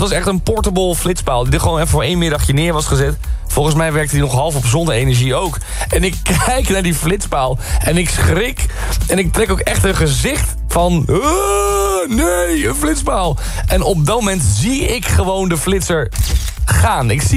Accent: Zeeland, Netherlands; now in Utrecht, Netherlands; Maar omdat ik uit Zeeland kom en mijn ouders daar ook nog wonen en ook mijn zusje

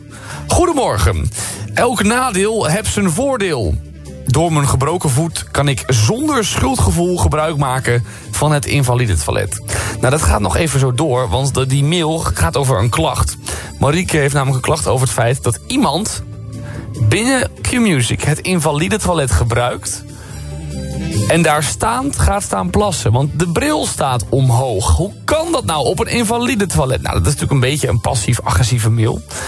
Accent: Zeeland, Netherlands; Een vriendenvoetbaltoernooi in Zeeland, in de gemeente echt waar ik vandaan kwam.

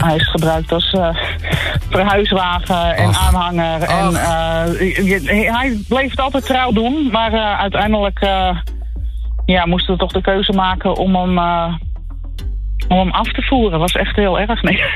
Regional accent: North Holland, Netherlands; Maar we komen uit Noord-Holland vandaan. Dus we zitten vandaag lekker in Limburg.

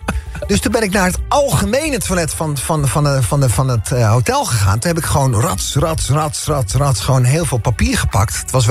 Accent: Netherlands; Maar wat denk je, hoeveel wc-rolletjes wij als Nederlanders per jaar bij het oud papier dienen te gooien?

